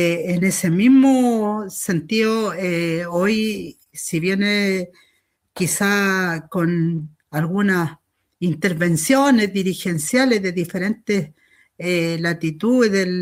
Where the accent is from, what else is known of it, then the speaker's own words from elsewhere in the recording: Araucanía, Chile; Yo soy mapuche, como bien decía, soy de Chile.